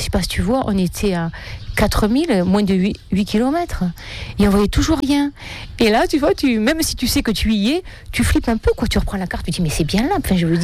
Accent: Sète, Occitanie, France; petite Sétoise

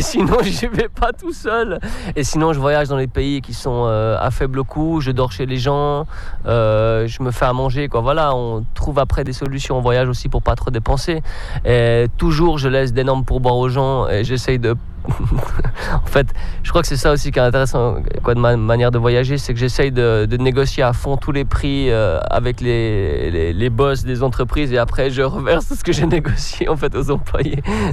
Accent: Switzerland; now in Lausanne, Switzerland; je suis suisse

